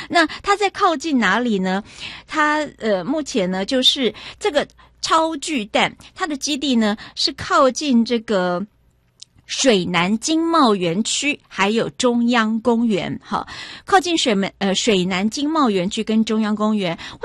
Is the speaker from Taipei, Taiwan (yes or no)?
yes; Taipei, Taiwan; 一直到高中，我是住在那个市民大道，八德路市民大道，松烟那边，在过去那边一点，我小的时候住在那附近